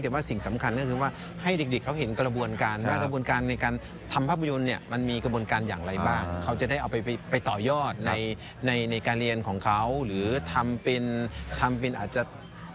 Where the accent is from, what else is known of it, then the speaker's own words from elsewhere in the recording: Maha Sarakham, Thailand; ก็ในฐานะที่ผมเป็นคนมหาสารคามแล้วก็ทำหนังมาทั้งในส่วนที่เป็นวิชาชีพวิชาการ